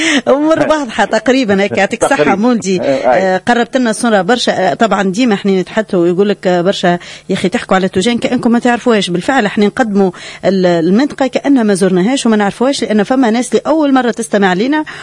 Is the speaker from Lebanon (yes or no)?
no; southern Tunisia, Tunisia; عندنا في الجنوب